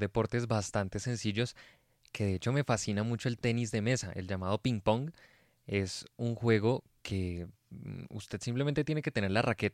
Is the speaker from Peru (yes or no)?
no; Colombia